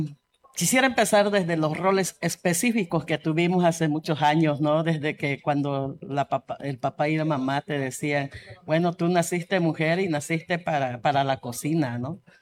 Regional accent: Bolivia

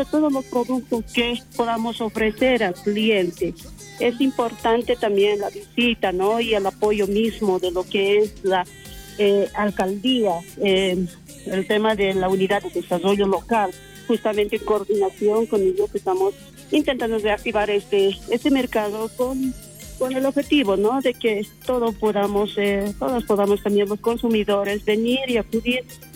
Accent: Bolivia

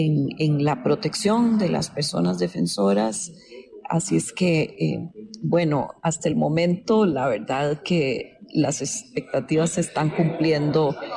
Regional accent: Costa Rica; yo soy de Costa Rica, representante electa del público para el Acuerdo de Escazú.

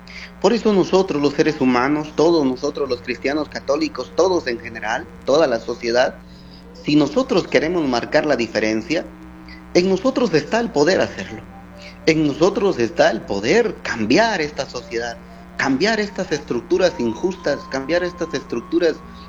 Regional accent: Guatemala; somos nosotros los guatemaltecos quienes pagamos todas esas cosas.

